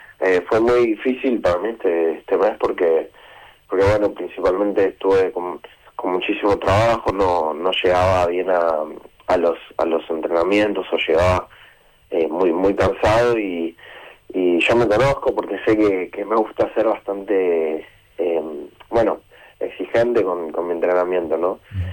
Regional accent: Vicente López, Buenos Aires Province, Argentina; also born or lived in Posadas, Misiones; Sí, yo soy nacido en Misiones Posadas, pero criado toda la vida en Vicente López, y en Buenos Aires principalmente.

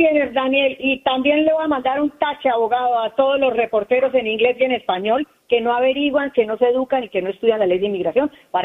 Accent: Mexico; now in United States; Ella no tiene padres, residentes o ciudadanos. Somos de México.

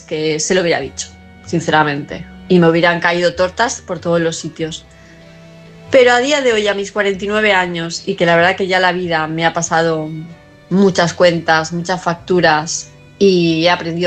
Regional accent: Palma, Balearic Islands, Spain; de Palma de Mallorca, y este mensaje va para Alberto.

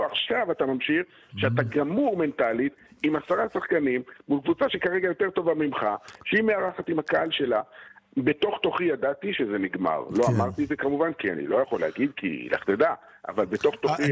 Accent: Beersheba, Southern District, Israel; born there; כן, נולדתי בבאר שבע

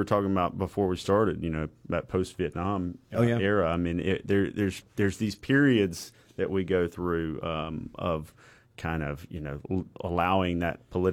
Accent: Tupelo, Mississippi, United States; moved away as an adult; I grew up in around Tupelo, Mississippi.

